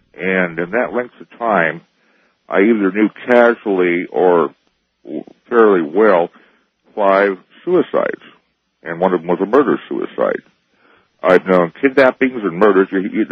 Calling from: Oregon, United States; I'm calling you from the Oregon coast.

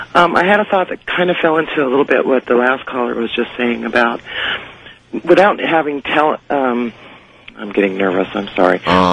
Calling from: Coos County, Oregon, United States; I am in Coos County, Oregon, on listening to you on KWRO.

